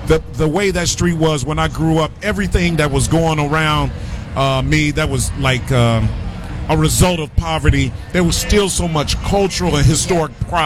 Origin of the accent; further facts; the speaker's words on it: Chicago, Illinois, United States; See, I grew up on 48th and King Drive. I tell everybody all day it was low end when I grew up there.